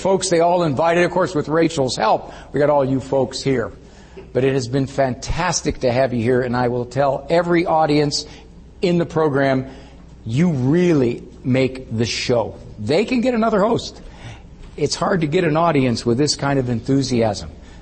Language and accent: English; Cleveland, Ohio, United States; Actually, I'm from Cleveland. And so Cleveland sports fans are 90% scar tissue.